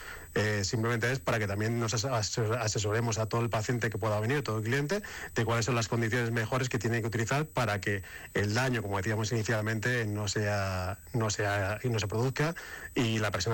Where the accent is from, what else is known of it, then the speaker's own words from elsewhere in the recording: Spain; porque somos españoles